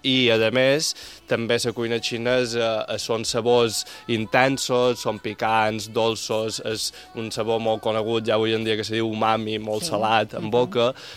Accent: Montuïri, Balearic Islands, Spain; jo som mallorquí, tota la meva família és mallorquina

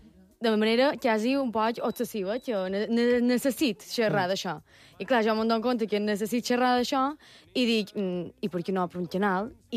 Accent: Manacor, Balearic Islands, Spain; De Manacor, crec que se nota

